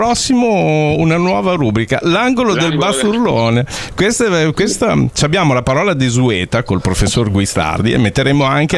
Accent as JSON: {"language": "Italian", "town": "Bologna", "region": "Emilia-Romagna", "country": "Italy", "said": "rispetto a noi che veniamo o da Borgo Panigale o dal Mazzini"}